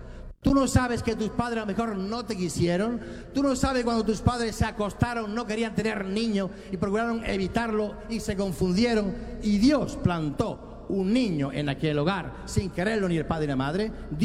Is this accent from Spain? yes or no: yes; Spain; Y yo vengo aquí, vengo de España, no sé si me vais a entender.